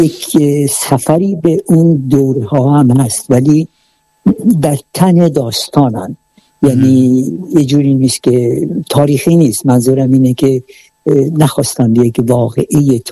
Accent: south, Iran; من خودم جنوبی هستم و همچنان دوست داشتم که از جنوب، از شهرم، زادگاهم، منطقم حرف بزنم

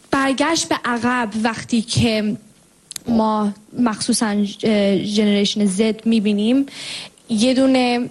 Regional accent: England, United Kingdom; و من از انگلیس هستم.

